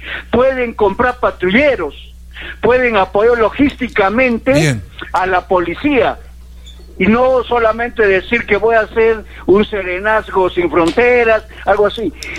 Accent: Arequipa, Peru; yo siempre que llego acá a mi tierra, Arequipa, lo primero que hago es prender la emisora de Radio Más

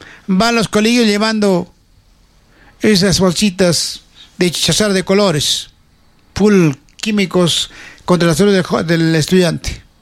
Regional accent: Las Lomas, Piura, Peru; ayer a mi pueblo, a Las Lomas, ha llevado leche.

